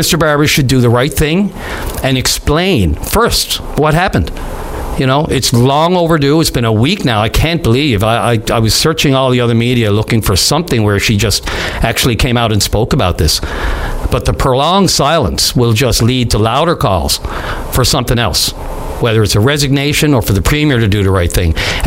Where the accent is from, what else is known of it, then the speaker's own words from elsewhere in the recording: Newfoundland and Labrador, Canada; It offended me as a Newfoundlander.